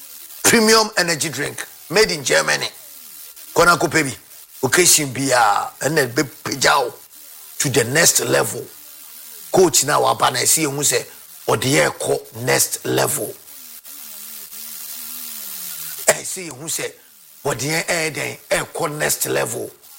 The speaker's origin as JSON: {"language": "English", "country": "Ghana"}